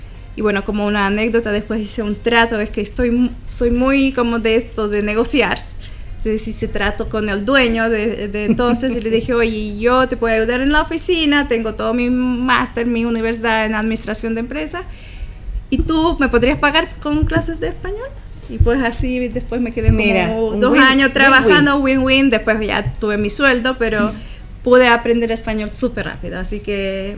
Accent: Slovakia; Spanish is a second language; moved away as an adult; now in Chile; yo creo que somos 20 eslovacos hoy en día que vivimos en Chile.

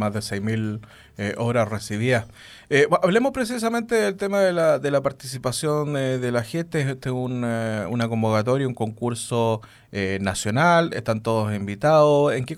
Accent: Chile; Pues eso creo que es uno de los que nos caracteriza como chilenos, ¿no? Y chilenas.

